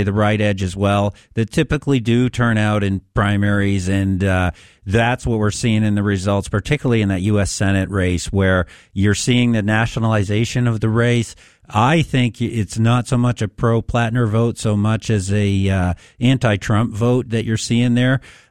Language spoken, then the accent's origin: English; Maine, United States; I was looking at CD2, which is up in sort of my home country.